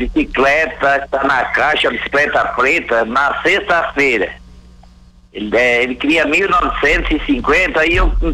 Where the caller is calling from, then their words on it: Imbituba, Santa Catarina, Brazil; Eu sou aqui de Imbituba.